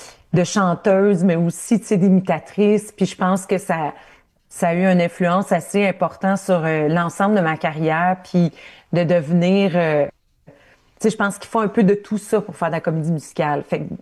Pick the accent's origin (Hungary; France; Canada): Canada; Ontario; Moi, je viens de l'Ontario, de l'Ontario francophone, encore pire